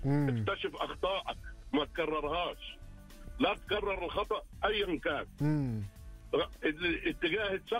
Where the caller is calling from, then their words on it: Riyadh, Riyadh Province, Saudi Arabia; بتكلم من الرياض.